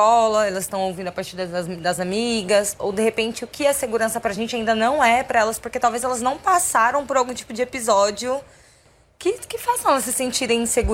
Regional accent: São Paulo, Brazil; eu sou de São Paulo

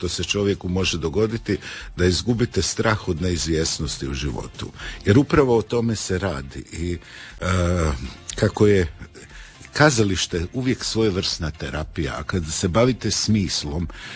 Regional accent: Krnica, Istria County, Croatia; ja sam iz Krnice.

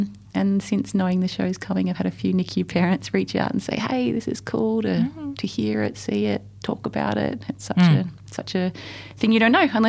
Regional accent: Sydney, New South Wales, Australia; now in Alice Springs, Australia; But I was born and raised on Darug country in Western Sydney, so Burramattagal people down that way.

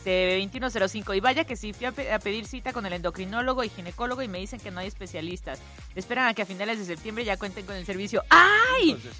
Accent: Mexico; como mexicanos nos hemos acostumbrado a que pasen ese tipo de cosas

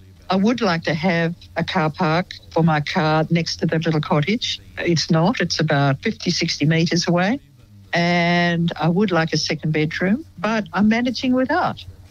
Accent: Tasmania, Australia; But I grew up in the Fraser Nay National Park on the east coast of Tasmania in the 1940s. During the war, actually, the latter parts of the Second World War. It was very wild. It was very isolated.

